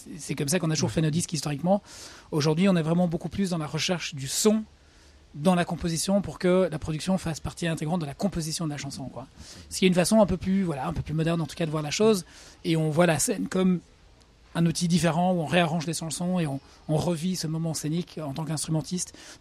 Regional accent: England, United Kingdom; now in Brussels, Belgium; moi je suis anglais d'origine, mais on vivait tous les trois à Bruxelles.

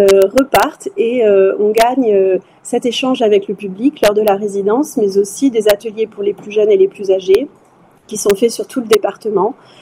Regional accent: Nouvelle-Aquitaine, France; moi, je suis du Médoc, j'ai grandi là-bas, c'est donc la maison.

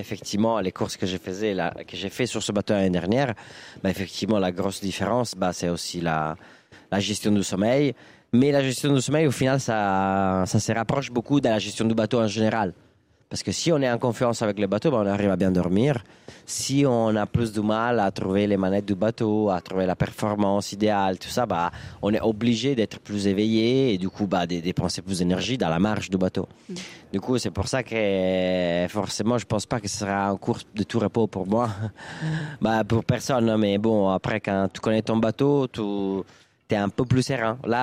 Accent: Milan, Lombardy, Italy; moi je viens pas du tout d'un milieu voileux, je suis des Milan, il n'y a pas de mer

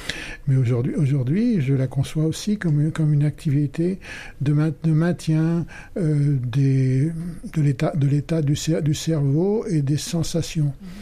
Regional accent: Châtelaillon-Plage, Nouvelle-Aquitaine, France; Je suis d'autant plus favorisé que j'habite pas loin du centre de voile. Je suis donc de Châtelaillon.

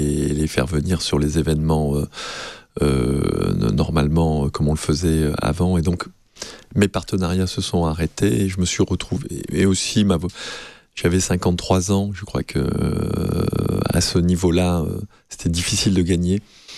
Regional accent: Nice, Provence-Alpes-Côte d'Azur, France; moved away as an adult; also born or lived in Lorient; en tant que petit niçois

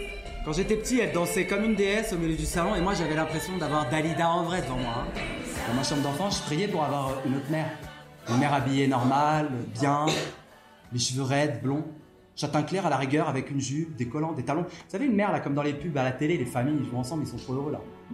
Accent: Nouvelle-Aquitaine, France; Et moi, on me demande souvent … d'où tu viens ? Bah, moi, je dis que je suis charentais. On me dit non, mais avant. Mais je dis avant quoi ? On me dit, bah, avant d'être charentais.

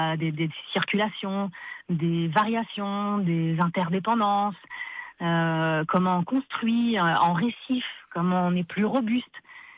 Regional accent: St. Pierre & Miquelon; là-bas à Saint-Pierre-et-Miquelon, d'où je viens

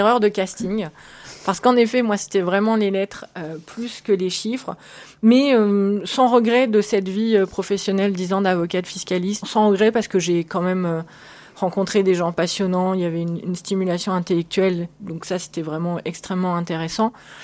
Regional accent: Niort, Nouvelle-Aquitaine, France; born there; also born or lived in Nantes / Lille / Paris / Luxembourg; now in Blois, France; Je suis née à Niort, dans les Deux-Sèvres.

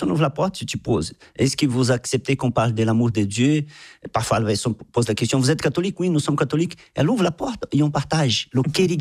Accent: Anápolis, Goiás, Brazil; French is a second language; also born or lived in São Paulo; Parce que quand j'étais dans ces campements à São Paulo, j'ai retourné chez moi à Goiás, à Napolis, j'ai commencé à prier.

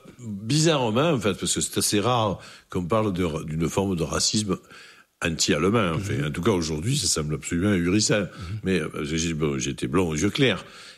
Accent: Marseille, Provence-Alpes-Côte d'Azur, France; Et je n'étais même pas marseillais, j'étais de l'Estac, hein. Enfin, j'étais de ce quartier-là.

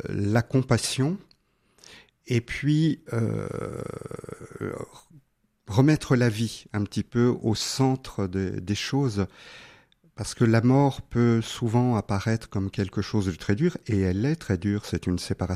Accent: Dijon, Bourgogne-Franche-Comté, France; born there; moved away; also born or lived in Namur, Belgium; je suis né à Dijon, dans une famille où j'ai donc un frère, une sœur, et une famille chrétienne, pratiquante par ma mère

